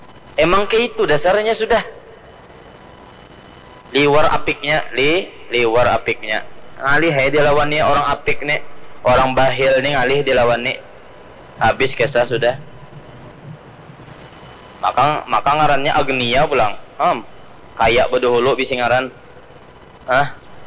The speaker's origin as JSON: {"language": "Indonesian", "town": "Martapura", "region": "South Kalimantan", "country": "Indonesia", "said": "di kampung kami dah, kampung Melayu, Matapura dah."}